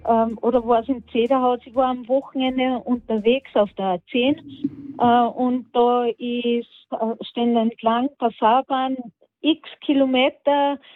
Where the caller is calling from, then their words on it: Golling, Salzburg, Austria; Gut, ich bin nicht aus Bischofshofen, ich bin aus Golling.